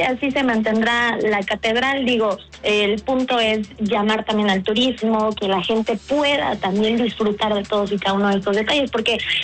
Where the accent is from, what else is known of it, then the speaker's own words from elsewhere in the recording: Puebla, Mexico; como poblanos ya estamos acostumbrados a entrar a la catedral al atrio, ¿no?